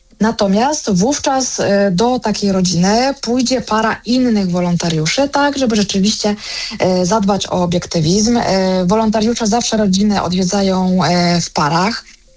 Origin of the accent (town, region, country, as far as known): Kraków, Lesser Poland, Poland